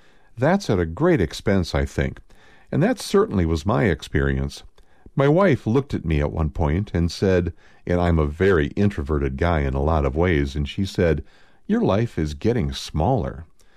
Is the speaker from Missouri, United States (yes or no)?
no; New Jersey, United States; But I'm from New Jersey. I end up defaulting back